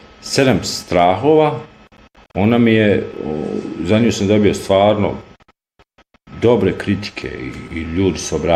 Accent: Zenica, Federation of Bosnia and Herzegovina, Bosnia & Herzegovina; Ja sam rastao u Zenici

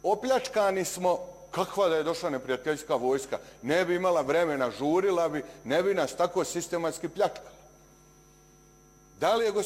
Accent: Šamac, Republika Srpska, Bosnia & Herzegovina; Ja sam iz Šamca.

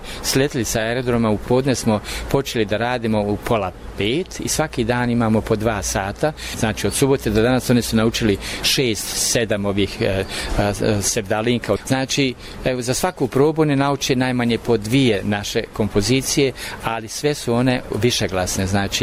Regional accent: Živinice, Federation of Bosnia and Herzegovina, Bosnia & Herzegovina; also born or lived in Netherlands; dolazim iz Živinica.

